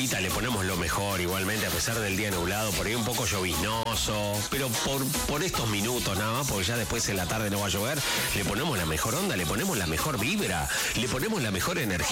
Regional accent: Necochea, Buenos Aires Province, Argentina; Muy cerquita de mi ciudad natal, Necochea

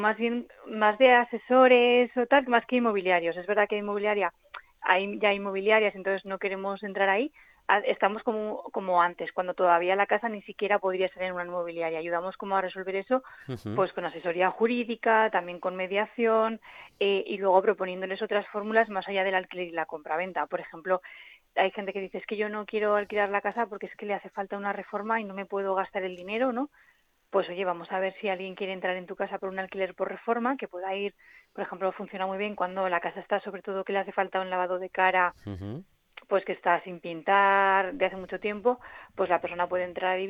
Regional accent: Torralba de los Sisones, Aragon, Spain; Reviviendo nace desde mi pueblo, que es Torralba de los Sisones, en Teruel, y estamos aquí, bueno, yo teletrabajo desde aquí

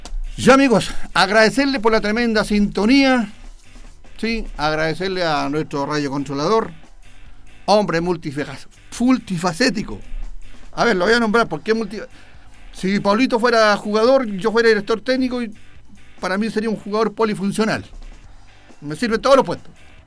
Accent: Chile; Sí, lamentablemente como chilenos, verlo por la televisión nomás.

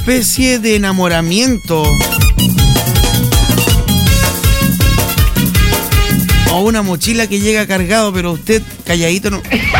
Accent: Chile

